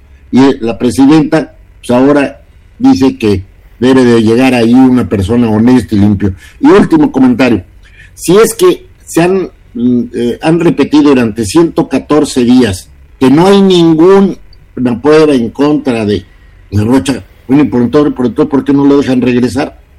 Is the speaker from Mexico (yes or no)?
yes; Mexico; a mí me da tristeza como mexicano, porque a mi edad nunca había visto lo que estoy viendo actualmente.